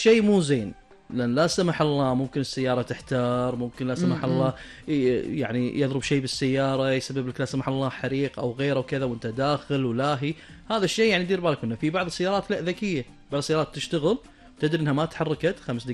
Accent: Kuwait; عسى الله يحفظ ديرتنا

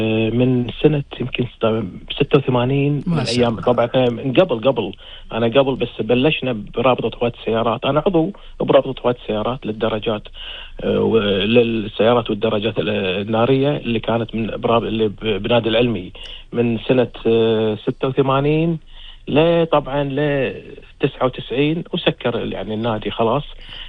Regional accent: Kuwait; خصوصا عندنا بالكويت بالآونة الأخيرة ما شاء الله يعني عدد كبير قاعد أشوفهم

